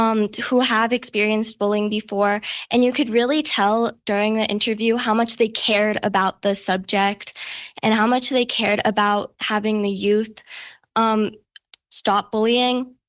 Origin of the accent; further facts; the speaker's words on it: New Mexico, United States; I'm from Nuevo Mexico, a place my family has been raised for generations.